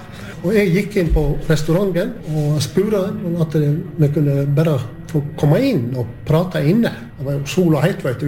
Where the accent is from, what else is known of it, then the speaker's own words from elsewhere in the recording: Gaupne, Vestland, Norway; Swedish is a second language; så sa jag att jag kommer ju ifrån Gaupne.